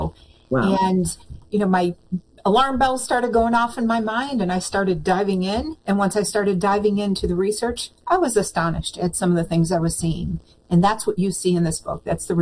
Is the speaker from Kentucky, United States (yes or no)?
no; Niagara Falls, New York, United States; moved away as an adult; also born or lived in Nashville, United States / Atlanta, Georgia, United States; I was born and raised in Niagara Falls. So Niagara Falls is my hometown.